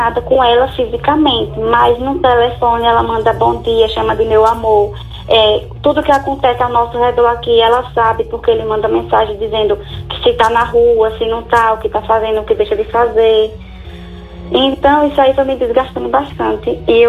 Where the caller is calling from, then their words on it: Sergipe, Brazil; Eu falo de Sergipe.